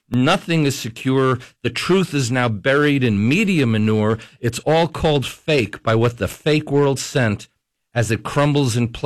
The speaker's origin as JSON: {"language": "English", "region": "Kentucky", "country": "United States", "said": "So that's that my celebration of my home state here."}